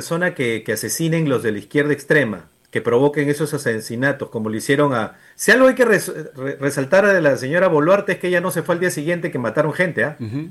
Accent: Peru; nosotros como peruanos queremos un país que avance para nuestros hijos.

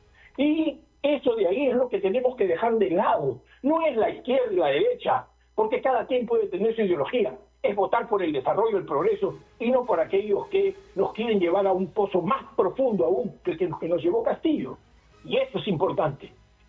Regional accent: Peru; todos juntos como peruanos

